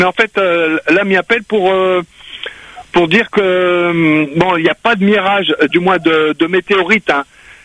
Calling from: Perpignan, Occitanie, France; Non, Perpignan même.

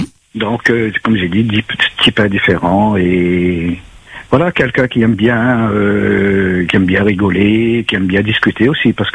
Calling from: Lille, Hauts-de-France, France

